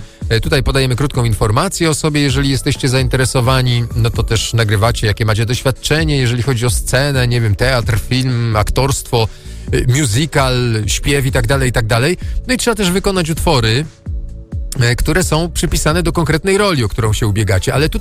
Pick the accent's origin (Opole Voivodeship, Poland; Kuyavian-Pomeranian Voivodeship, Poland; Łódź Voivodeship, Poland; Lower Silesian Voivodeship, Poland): Łódź Voivodeship, Poland; Łódź; Wiadomo, prowadzący łodzianin z krwi i kości.